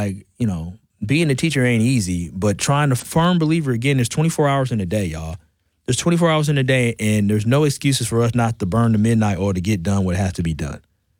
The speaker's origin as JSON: {"language": "English", "town": "Milwaukee", "region": "Wisconsin", "country": "United States", "tie": "born or raised there", "said": "I went to Whitefish Bay, born and raised in Milwaukee, but I was a 220 kid."}